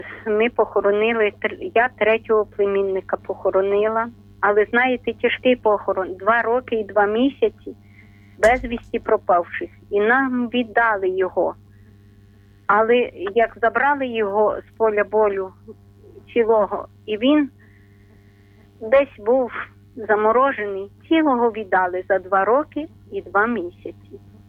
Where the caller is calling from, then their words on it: Ternopil Oblast, Ukraine; Ми з України. Тернопільщина, ….